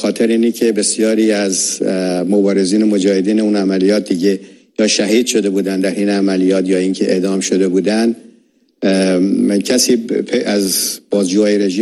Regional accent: Iran; moved away; بعد از که من از ایران اومدم، دوتا سفارش کردم به برادرم

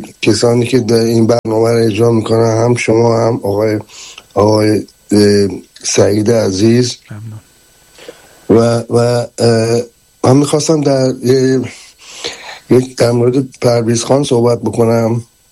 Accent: Tehran, Tehran Province, Iran; born there; با این که من در یک محله متولد شدم در تهران 400 دستگاه که فوتبال خیز بود

